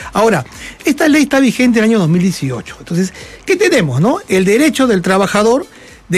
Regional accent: Callao, Peru; yo soy chalaco

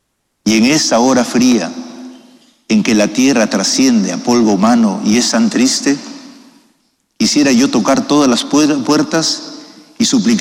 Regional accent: Peru; esas actitudes que hemos ido cultivando como peruanos, que son las más genuinas de nuestra fe y de nuestro país.

